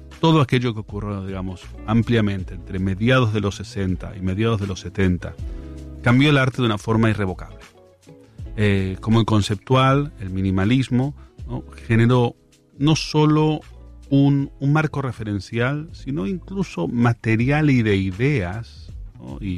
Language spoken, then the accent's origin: Spanish; Spain; born there; also born or lived in Argentina; todas las generaciones que crecimos en España a partir de la década de los 80